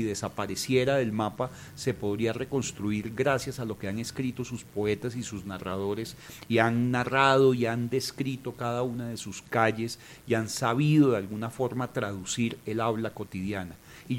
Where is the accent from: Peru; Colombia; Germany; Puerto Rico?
Colombia